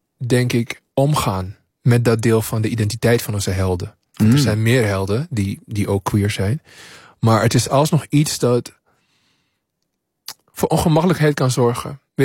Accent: Suriname; Toen ik in Suriname opgroeide op de middelbare school, ging het vooral over zijn taal, het ging over zijn postkoloniale denken.

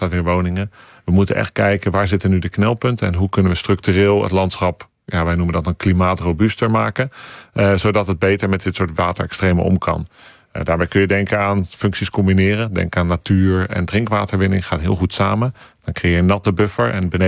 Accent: Netherlands

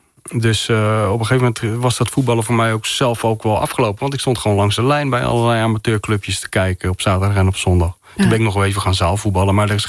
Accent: Zoetermeer, South Holland, Netherlands; ik ben dus opgegroeid in Zoetermeer.

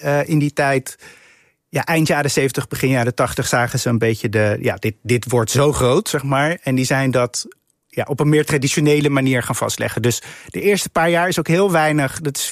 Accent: The Hague, South Holland, Netherlands; Ik kom uit Den Haag. Dat heeft vrij lange graffiti geschiedenis.

